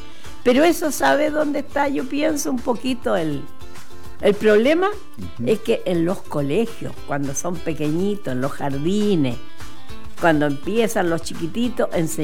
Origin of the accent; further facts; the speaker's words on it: Chile; nacionalistas que somos los chilenos